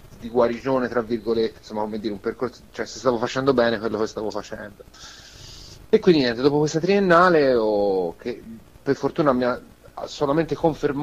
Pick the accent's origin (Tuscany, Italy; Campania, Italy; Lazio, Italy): Tuscany, Italy; Montemurlo; io sono di Prato, nello specifico Montemurlo